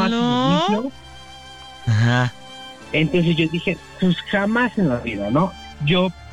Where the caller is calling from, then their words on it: Tlaxcala, Mexico; yo soy de Tlaxcala, bien pinche, olmeca, morenito.